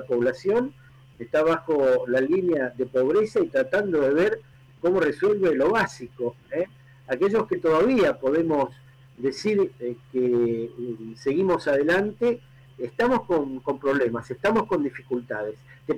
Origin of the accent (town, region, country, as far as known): Argentina